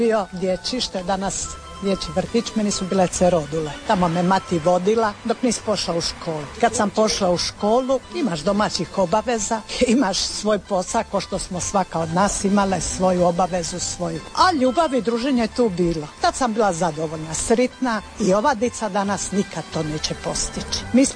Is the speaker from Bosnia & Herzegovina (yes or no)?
no; Zadar, Zadar County, Croatia; also born or lived in Africa (refugee camp); Kad sam ja bila mala, ja sam došla u Belafužu od 4 godine. 4 godine, jer bili smo u izbjeglištu u Africi i došli smo 4 godine sam imala kad sam došla u palac.